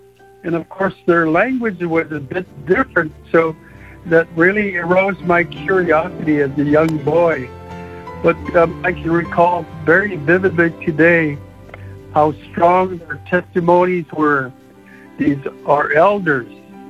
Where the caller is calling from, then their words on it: White Mountain, Alaska, United States; I'm dialing in from White Mountain, Alaska.